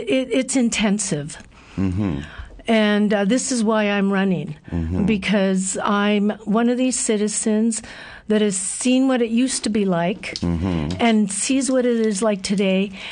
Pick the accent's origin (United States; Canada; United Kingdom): Canada; Vancouver, British Columbia; my experience growing up in Vancouver, seeing where it started and seeing where it's ended up, and noticing the difference.